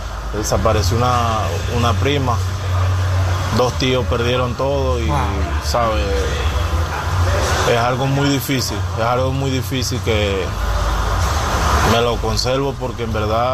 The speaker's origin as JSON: {"language": "Spanish", "country": "Venezuela", "moved": "yes", "lives_now": "United States", "said": "Como venezolano, de verdad que me ha pegado mucho."}